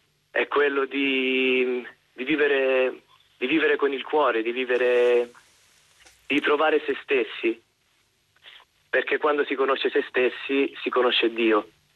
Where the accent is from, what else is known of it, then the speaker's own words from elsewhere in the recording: Sicily, Italy; Allora, in casa famiglia siamo appunto io che vengo dalla Sicilia, un altro ragazzo che viene sempre dalla Sicilia, che si è trasferito come me per fare la casa famiglia